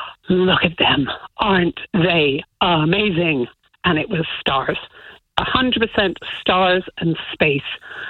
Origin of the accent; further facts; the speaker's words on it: Ontario, Canada; now in Ireland; So I grew up in Canada, outside of Ottawa, in a beautiful dark sky location, a small housing development on a golf course.